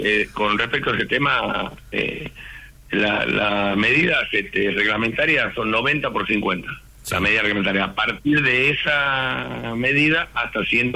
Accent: Tucumán, Argentina; now in Formosa, Argentina; soy de Tucumán

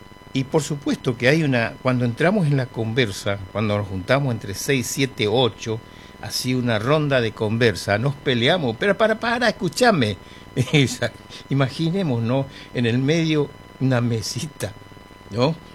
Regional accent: Presidencia de la Plaza, Chaco, Argentina; moved away; mi gente del Chaco, Presidencia de la Plaza, mi pueblo

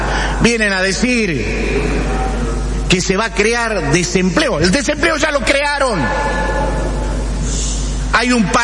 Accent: Salta, Argentina

